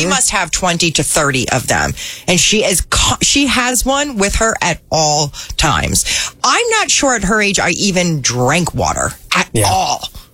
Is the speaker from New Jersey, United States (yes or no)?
yes; New Jersey, United States; I grew up in Central Jersey where Wawas were everywhere.